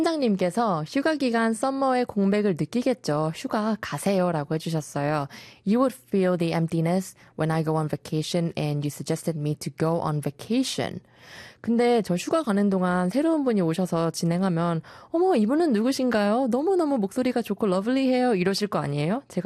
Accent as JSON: {"language": "English", "country": "New Zealand", "tie": "born or raised there", "said": "I grew up in a country that's filled with good nature. I grew up in New Zealand, but while I was there, I really took that for granted."}